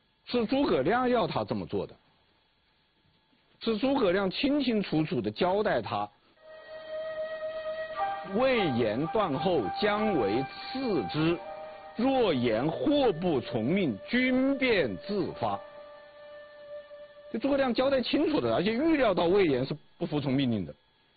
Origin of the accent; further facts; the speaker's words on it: China; 因为我们中国人喜欢，